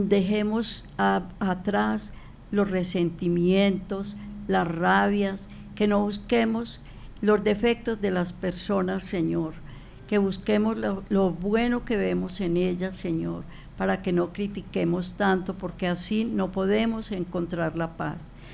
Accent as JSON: {"language": "Spanish", "country": "Colombia"}